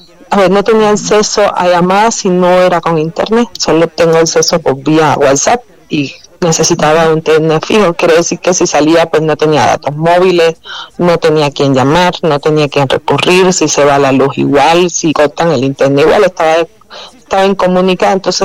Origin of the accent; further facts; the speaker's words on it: Cuba; la diferencia de mí, que soy de origen cubano, que yo estoy nacionalizada actualmente